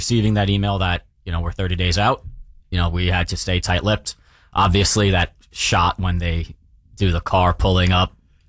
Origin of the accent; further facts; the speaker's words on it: Farmingdale, New York, United States; moved away; But yeah, since moving down here from home in New York.